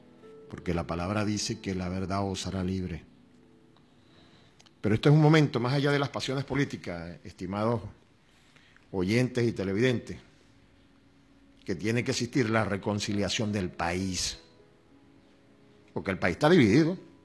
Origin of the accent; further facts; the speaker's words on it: Venezuela; born there; en mi país, que es mi país, que es donde yo nací y donde nacimos todos los que habitamos en esta tierra. Aquí se necesita del concurso y de la participación de todos, porque todos somos venezolanos.